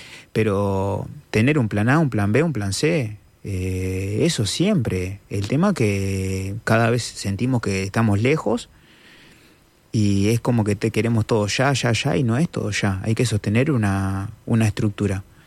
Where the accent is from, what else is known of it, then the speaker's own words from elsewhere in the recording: Uruguay; moved away; yo que soy recontra uruguayo, me toca vivir afuera